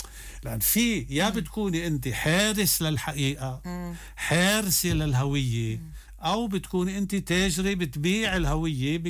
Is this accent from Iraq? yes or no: no; Lebanon; قلت لهم بس انا جاي من لبنان بدي اطرح عليكم سؤال واحد بس